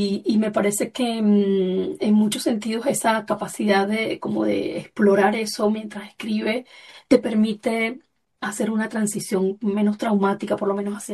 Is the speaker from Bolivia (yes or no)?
no; Venezuela; moved away; somos venezolanas todas en el exilio